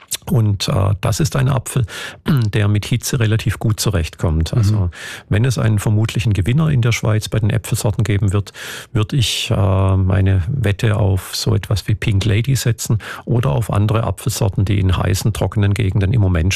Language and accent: German; Germany; man sieht das auch in Deutschland, wo ich herkomme